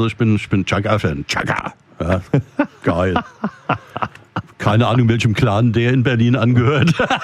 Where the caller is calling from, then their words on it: Switzerland; ich bin ja Schweizer.